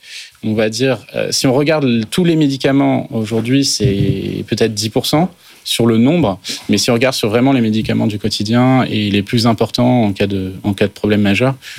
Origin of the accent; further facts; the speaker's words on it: France; chez nous en France